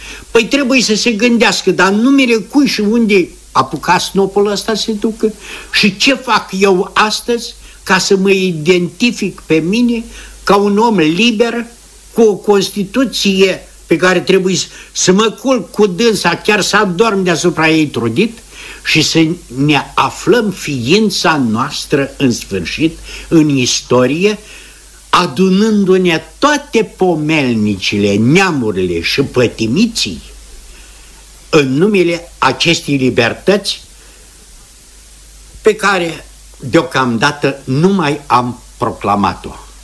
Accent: Moldova; now in Chisinau, Moldova; din satul meu natal

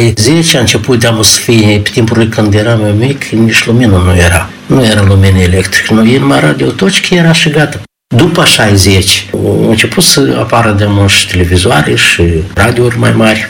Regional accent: Rusești Noi, Ialoveni District, Moldova; born there; Că eu nu departe de Chișinău, m-am născut în Rusești Noi, lângă Chișinău.

